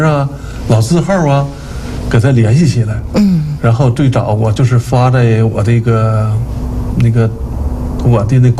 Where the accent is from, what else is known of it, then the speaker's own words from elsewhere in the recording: Jinzhou, Liaoning, China; 因为自己是土生土长的锦州人嘛，那是我们老家离现在的锦州城区也就十几公里，开车现在也就是10分钟或者10多分钟就能到，